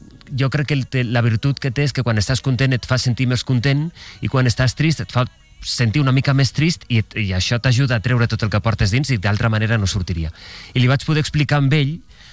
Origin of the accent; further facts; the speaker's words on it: Alberic, Valencian Community, Spain; moved away as an adult; also born or lived in Barcelona; now in Madrid, Spain; soc d'una comarca, que es diu la comarca de la Ribera, he crescut allà, vinc cada cap de setmana